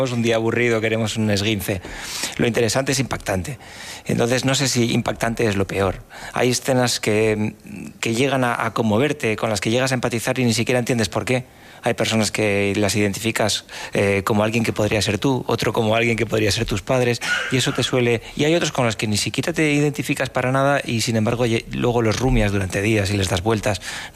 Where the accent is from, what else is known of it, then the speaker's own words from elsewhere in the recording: La Rioja, Spain; yo no soy de allí, soy riojano, y antes de eso trabajé durante muchos años en Zaragoza.